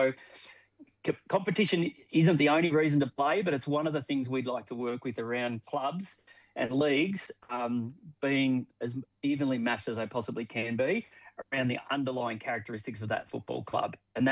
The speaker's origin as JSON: {"language": "English", "town": "Orbost", "region": "Victoria", "country": "Australia", "tie": "born or raised there", "said": "Yeah, I grew up in Orboston"}